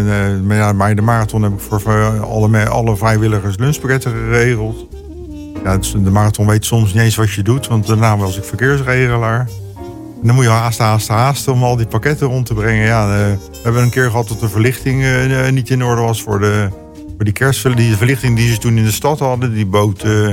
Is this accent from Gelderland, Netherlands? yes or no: no; Leiden, South Holland, Netherlands; Een ras-Leidenaar geboren in Leiden en getogen op de zolder bij opa.